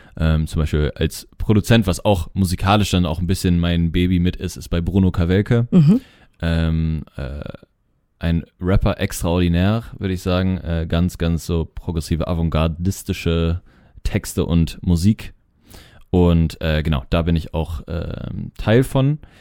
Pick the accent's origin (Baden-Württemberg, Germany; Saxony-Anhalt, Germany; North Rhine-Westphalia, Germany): North Rhine-Westphalia, Germany; Cologne; ich komme aus Köln.